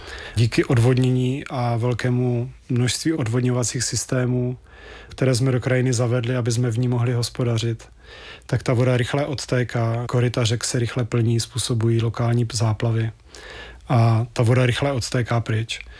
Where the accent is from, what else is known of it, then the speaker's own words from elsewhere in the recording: Bruntál, Moravian-Silesian Region, Czechia; moved away as an adult; also born or lived in Prague; now in Broumov region, Czech Republic; Já jsem původem z Bruntálu, který je také tak trošku na okraji, ale mé cesty vedly přes Prahu, kde jsem se potkal se svojí současnou ženou. A jelikož jsem kluk z paneláku, ze sídliště